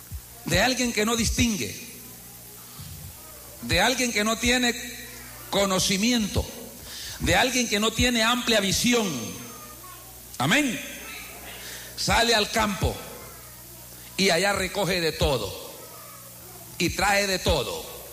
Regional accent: Eastern El Salvador, El Salvador; somos salvadoreños orientales, tiene que ser el mismo nombre

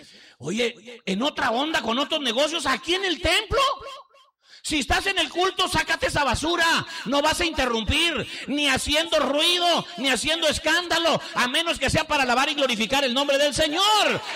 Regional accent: Mexico; Somos ministros evangélicos mexicanos

